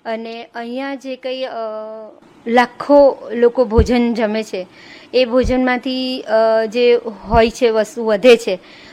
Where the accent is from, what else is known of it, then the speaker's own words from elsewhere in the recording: Vadodara, Gujarat, India; હું વડોદરાથી આવું છું.